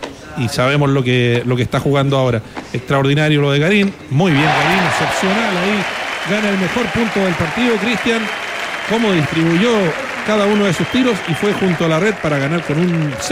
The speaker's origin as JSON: {"language": "Spanish", "country": "Chile", "said": "digamos, como decimos en Chile, ¿no?"}